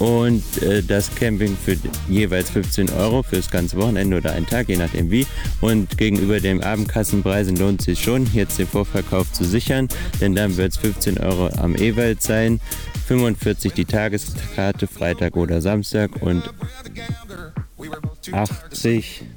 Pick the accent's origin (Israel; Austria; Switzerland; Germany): Germany; Wichte, Hesse; ich komme ja auch aus Wichte, bin hier schon immer, also bin geboren, aufgewachsen in Wichte